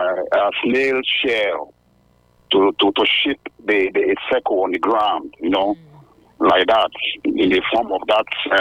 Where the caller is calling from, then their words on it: Edo, Nigeria; I'm calling from the Iyala community, Orion Northeast, Edo State.